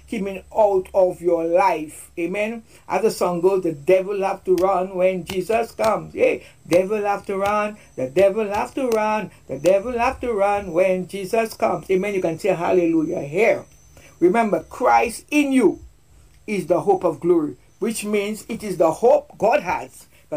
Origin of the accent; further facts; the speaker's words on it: Roseau, Dominica; I grew up in Carnival. Right there by the Windsor Park, the ban had to pass in front of my house.